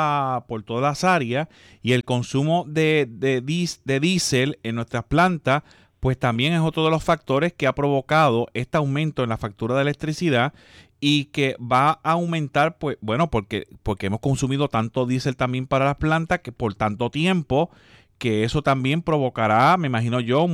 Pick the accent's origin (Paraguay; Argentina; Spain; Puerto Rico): Puerto Rico; Quebradillas; Así dicen allá en mi pueblo de Quebradilla.